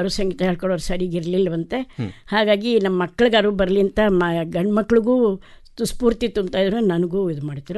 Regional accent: Mysore, Karnataka, India; ಮೂಲತಃ ನಾನು ಹುಟ್ಟಿ ಬೆಳೆದಿದ್ದೆಲ್ಲ ಮೈಸೂರು. ಆದರೆ ನಮ್ಮ ತಂದೆಯವರೆಲ್ಲ ಇದ್ದಿದ್ದು ರುದ್ರಪಟ್ಟಣಂ ಗ್ರಾಮದಲ್ಲಿ, ಅರಕಲಗೂಡು ತಾಲೂಕಿನ ರುದ್ರಪಟ್ಟಣಂ ಗ್ರಾಮದಲ್ಲಿ.

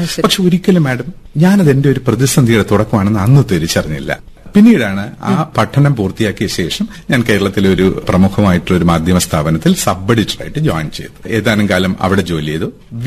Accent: Thiruvananthapuram, Kerala, India; born there; moved away as an adult; also born or lived in Changanassery; തിരുവനന്തപുരത്ത് നിന്ന് അവിടെ ഒരു ഹോസ്റ്റലിലേക്ക് എത്തി

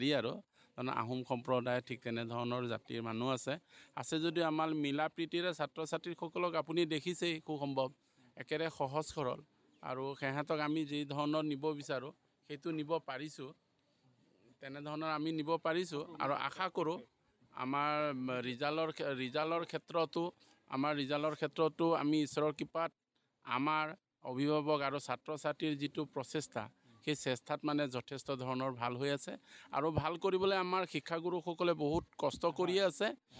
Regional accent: Kaliabor, Assam, India; মোৰ ঘৰ কলিয়াবৰৰে।

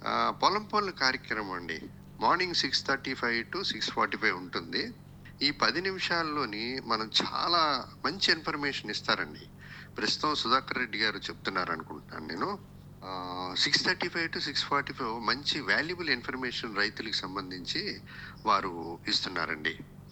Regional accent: Visakhapatnam, Andhra Pradesh, India; నా బాల్యం నుండి విశాఖపట్నం పోర్ట్ క్వార్టర్స్లో ఉండేవాళ్ళం.

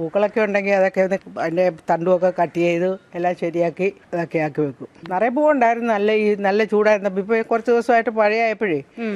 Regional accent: Changanassery, Kerala, India; Changanassery.

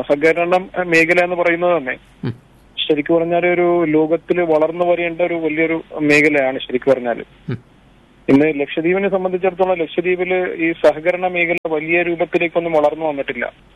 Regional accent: Kavaratti, Lakshadweep, India; ഞാൻ കവരത്തി ദ്വീപ് സ്വദേശിയാണ്.

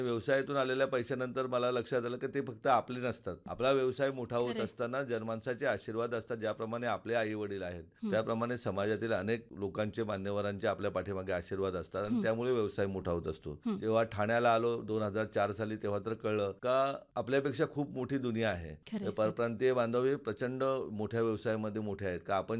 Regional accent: Jawhar, Maharashtra, India; जव्हार तालुक्यामध्येच आम्ही राहत होतो.

